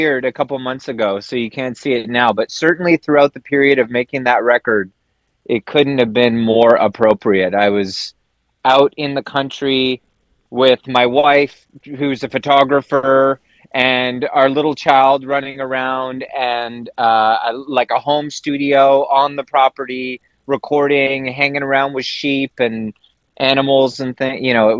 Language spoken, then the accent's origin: English; Vancouver Island, British Columbia, Canada; moved away as an adult; I hail from Vancouver Island, and like many, I was seeking out larger, greener pastures, and the big city seemed to have more to offer. So I went to Vancouver